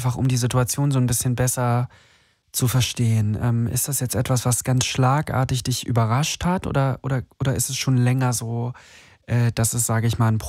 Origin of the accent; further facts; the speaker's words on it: Berlin, Germany; Ah ja, ich komme auch aus Berlin.